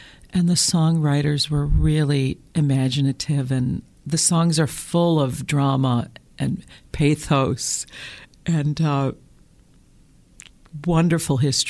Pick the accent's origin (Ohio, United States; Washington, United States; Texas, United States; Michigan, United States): Michigan, United States; Flint; I grew up in Flint, Michigan.